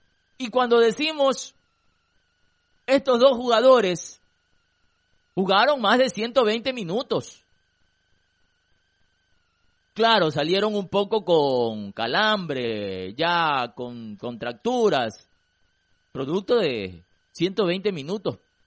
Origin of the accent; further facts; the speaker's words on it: Ecuador